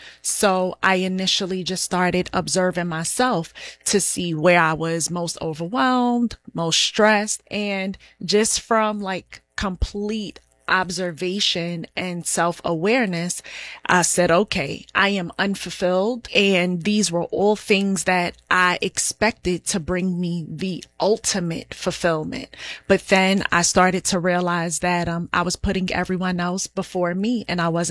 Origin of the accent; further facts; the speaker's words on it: New York City, New York, United States; I am originally from Brooklyn. I am one of nine children. I am the eighth child.